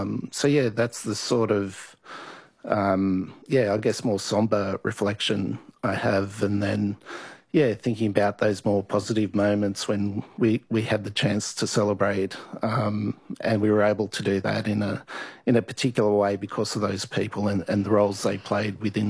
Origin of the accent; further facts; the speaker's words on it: Brewarrina, New South Wales, Australia; I was from Brewarrina.